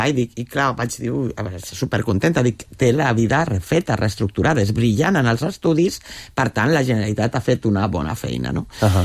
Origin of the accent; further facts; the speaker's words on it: L'Hospitalet de Llobregat, Catalonia, Spain; perquè jo també sóc d'Hospitalet, també del bar de Can Vidalet, vull dir, m'he criat amb... diguéssim que la meva família també és humil, no?